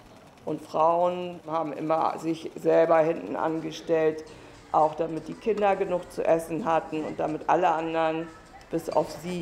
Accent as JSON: {"language": "German", "town": "Lauenburg", "region": "Schleswig-Holstein", "country": "Germany", "tie": "born or raised there", "said": "meine Familie, meine 3 Geschwister und ich dann als 4. Anfang der 60er sind hier groß geworden in Lauenburg."}